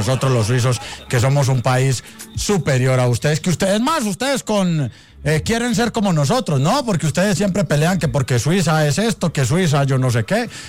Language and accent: Spanish; Colombia; yo como buen colombiano, como buen patriota, mi amor